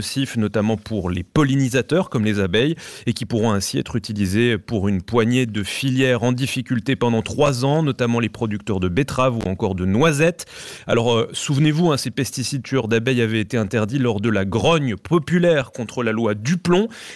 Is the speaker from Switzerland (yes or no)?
yes; Switzerland; now in Paris, France; chez nous en Suisse.